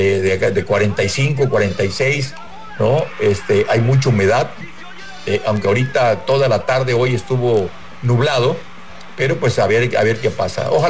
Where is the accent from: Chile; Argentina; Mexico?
Mexico; Jonuta, Tabasco; el caso de mi pueblo, el caso de Jonuta